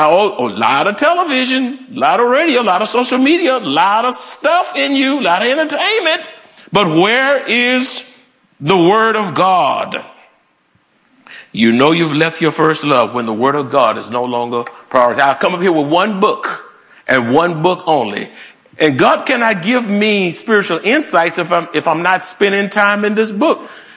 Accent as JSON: {"language": "English", "town": "Houston", "region": "Texas", "country": "United States", "said": "And then I started asking. I said, \"Well, I'm from Houston originally.\""}